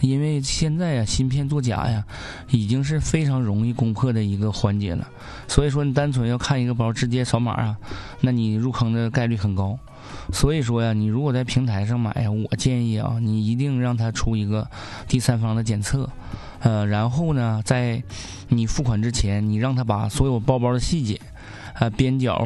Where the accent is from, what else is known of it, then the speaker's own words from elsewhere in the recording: Northeast China, China; accent: Northeastern Mandarin; 说白了，用咱们东北话讲，就是抬带来的毛病。